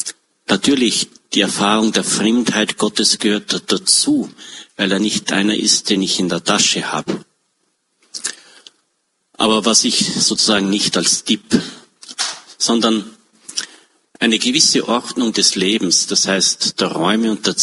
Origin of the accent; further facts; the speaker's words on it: Upper Austria, Austria; also born or lived in Tyrol; oder bei uns im Innviertel, auch im Tiroler Oberland, wo ich ja auch viel war, hat es geheißen, nicht geschimpft ist gelobt genug.